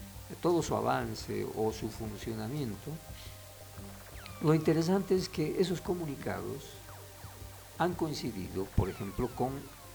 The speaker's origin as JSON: {"language": "Spanish", "country": "Bolivia"}